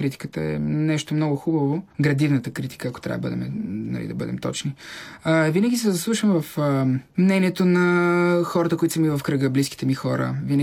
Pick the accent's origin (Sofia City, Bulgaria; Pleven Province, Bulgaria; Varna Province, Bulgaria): Pleven Province, Bulgaria; Pleven; Да, аз съм от Плевен, имах едно прекрасно, прекрасно детство, благодарение на моето семейство.